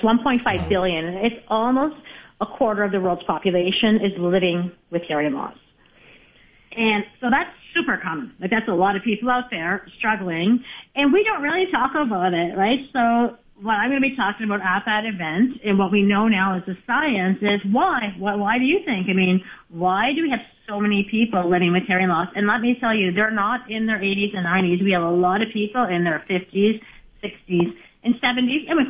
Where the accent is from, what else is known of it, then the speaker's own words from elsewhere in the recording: Nova Scotia, Canada; I was raised in the East Coast, Canada, in Nova Scotia